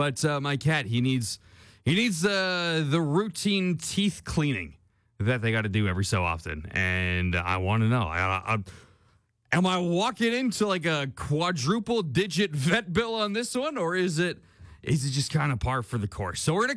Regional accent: Alberta, Canada; moved away as an adult; also born or lived in British Columbia; I moved back to Alberta in November of 2024. I was living in BC for about 3 years, born and raised in Alberta.

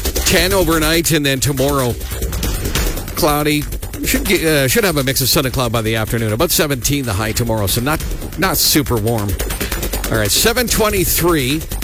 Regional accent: Ontario, Canada; moved away as an adult; also born or lived in Calgary; So I was from Ontario

